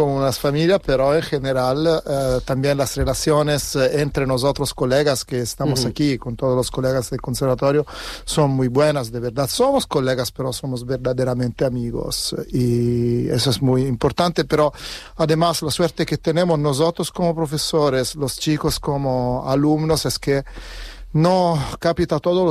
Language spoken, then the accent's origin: Spanish; Tuscany, Italy; Spanish is a second language; Yo personalmente, de verdad, que procedo de Toscana.